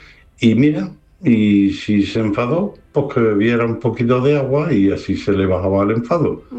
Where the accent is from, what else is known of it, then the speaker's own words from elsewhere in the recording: Extremadura, Spain; moved away; Y yo estaba de mi casa a casi 1000 y pico de kilómetros porque me fui de Extremadura a Cataluña, estuve en Madrid, en Valencia, en Barcelona, Girona, por ahí, haciendo los estudios, las prácticas